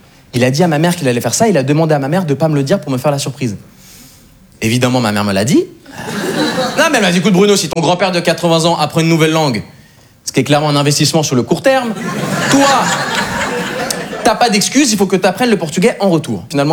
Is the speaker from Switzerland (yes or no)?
yes; Switzerland; J'ai une tête d'allemand, j'ai grandi en Suisse et j'ai de la famille en Amérique du Sud.